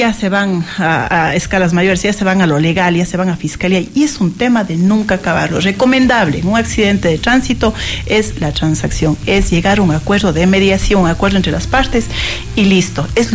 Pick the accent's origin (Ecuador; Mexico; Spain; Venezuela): Ecuador; Cuenca, Azuay; Ya sabes cómo somos los cuencanos, nos quejamos de todo.